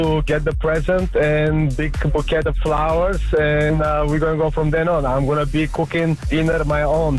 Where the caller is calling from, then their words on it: Atlanta, Georgia, United States; I'm from Atlanta, Georgia.